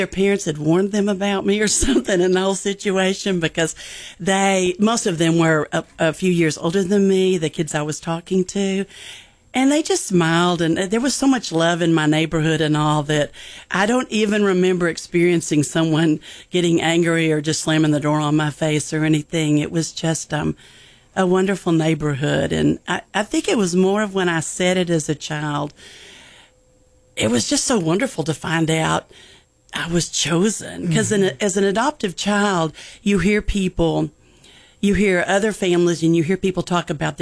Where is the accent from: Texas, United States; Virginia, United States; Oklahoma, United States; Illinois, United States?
Texas, United States; Wichita Falls; born there; I was born in Wichita Falls, was in an orphanage with Volunteers of America for a period of time.